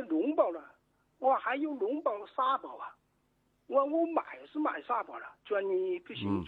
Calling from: Fengcheng, Jiangxi, China; 我是丰城，像我说了，丰城白土。

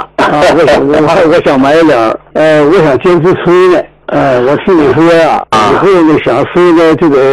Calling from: Shenyang, Liaoning, China; 今年呢75岁了

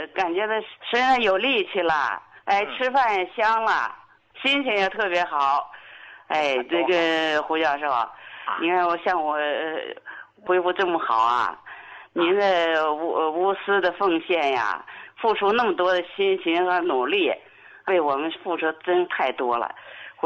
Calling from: Harbin, Heilongjiang, China; 我是哈尔滨的患者。

